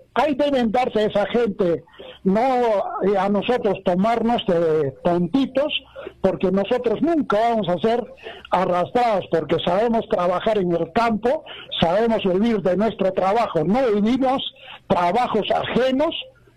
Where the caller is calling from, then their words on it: Pilcuyo, Puno, Peru; de Pilcuyo.